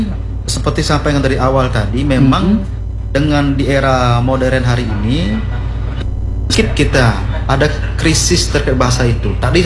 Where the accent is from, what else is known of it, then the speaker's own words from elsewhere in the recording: Bengkulu, Indonesia; Kenapa juga kita harus malu mengakui atau menggunakan atau kita orang Rejang asli seperti itu.